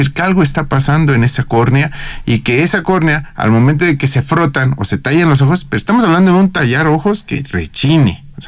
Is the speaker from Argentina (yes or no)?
no; Mexico